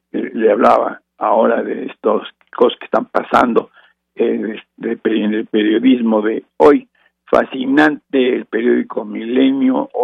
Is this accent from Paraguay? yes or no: no; Guadalajara, Jalisco, Mexico; esa espléndida tierra, mi tierra Guadalajara, pues es mi tierra Jalisco